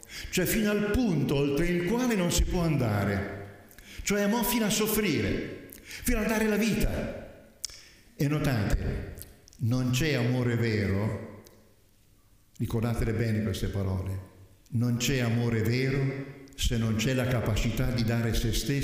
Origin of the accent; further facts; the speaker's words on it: Tuscany, Italy; essendo io toscano